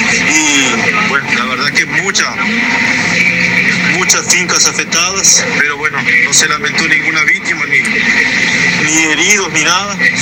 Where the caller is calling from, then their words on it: Vichadero, Rivera, Uruguay; acá te hablo de Vichadero, Rivera.